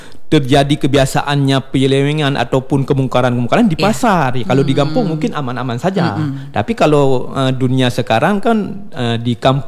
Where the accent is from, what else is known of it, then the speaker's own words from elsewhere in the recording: Bireuen, Aceh, Indonesia; moved away; Saya orang Birun, bukan asli orang sini ya.